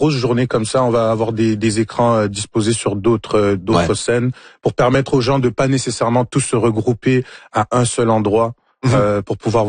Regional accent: Montreal, Quebec, Canada; Moi, j'ai grandi à Montréal, je suis né à Montréal

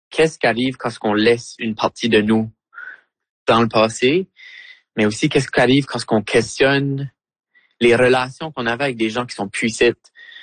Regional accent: Acadia, Canada; en tant qu'Acadienne qui déménage de son chez-soi

